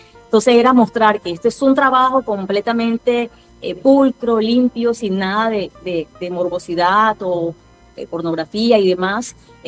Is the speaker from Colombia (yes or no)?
yes; Caribbean Region, Colombia; born there; now in Barranquilla, Colombia; yo no soy barranquillera, yo nací en la Sabana del Caribe, pero esta es mi segunda patria, soy hija adoptiva de Barranquilla